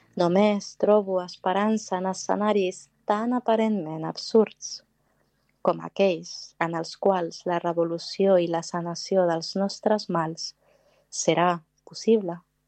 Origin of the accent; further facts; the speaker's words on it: Larache, Tanger-Tetouan-Al Hoceima, Morocco; el xurros de l'espanyol que tiene una xurreria en Plaza España, en Larache, que és el nord de Marruecos, on jo vaig créixer